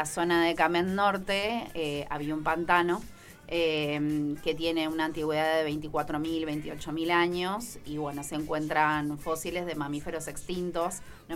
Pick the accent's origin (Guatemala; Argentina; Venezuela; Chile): Argentina; Santa Clara del Mar, Buenos Aires Province; Yo soy santaclarense, me crié acá, nacida, criada en Santa Clara